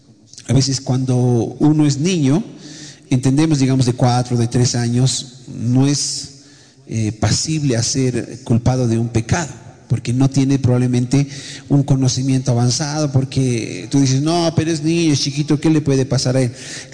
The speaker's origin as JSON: {"language": "Spanish", "country": "Bolivia"}